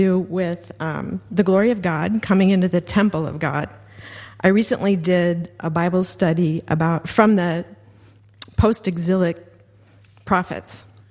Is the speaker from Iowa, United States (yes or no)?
yes; Cedar Falls, Iowa, United States; I'm also from Cedar Falls, Iowa.